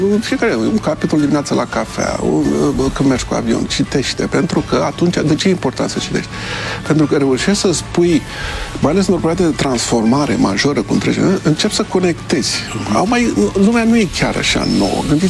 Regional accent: Romania; toată lumea știe că sunt român

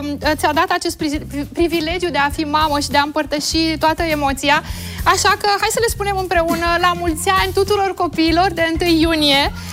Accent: Bacău, Bacău County, Romania; eu sunt din Bacău?

